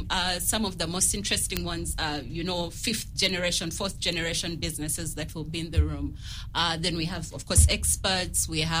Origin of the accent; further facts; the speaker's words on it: Eastern Region, Uganda; I come from Busoga